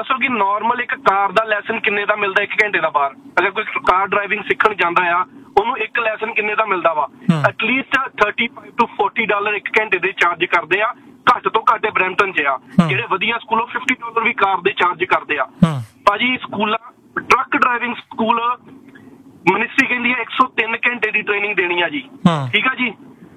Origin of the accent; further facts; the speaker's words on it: Punjab, India; ਚਲੋ ਕਹਿਣਾ ਨੀ ਚਾਹੀਦਾ ਮੈਂ ਵੀ ਪੰਜਾਬੀ ਹਾਂ, ਜੇ ਆਪਣੇ ਦੇਸੀ ਬੰਦੇ ਕਿਸੇ ਚੀਜ਼ ਚ ਵੀ ਵੜ ਜਾਂਦੇ ਹੋਣਗੇ